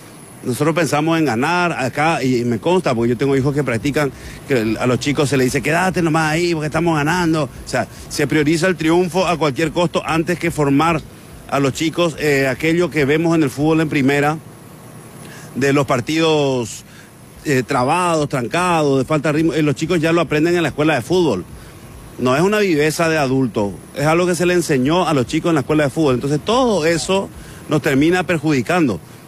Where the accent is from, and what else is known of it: Paraguay